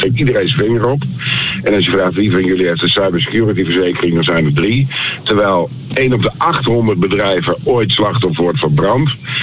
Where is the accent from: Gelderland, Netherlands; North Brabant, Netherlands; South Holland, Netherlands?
South Holland, Netherlands; Hoornaar; moved away; Ik heb een groot deel van mijn jeugd doorgebracht in Hoornaar.